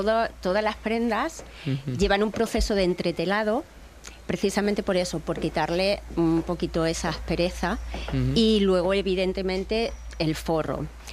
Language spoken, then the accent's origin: Spanish; Extremadura, Spain; homenaje a mi tierra, al pimentón de La Vera